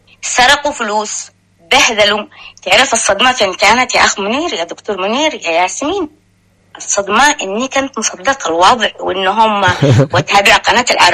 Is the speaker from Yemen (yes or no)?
yes; Taiz, Taiz Governorate, Yemen; قسما بالله اللي نهبوا المؤسسة والبيوت إنهم أصحاب تعز وأنا من نص من تعز